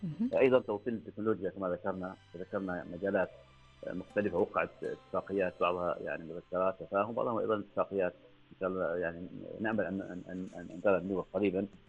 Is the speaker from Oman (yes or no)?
yes; Oman